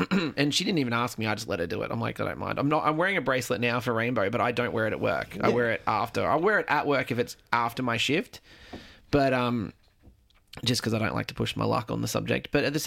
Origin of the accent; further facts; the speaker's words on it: Coffs Harbour, New South Wales, Australia; I'm from Coffs, like, so yeah.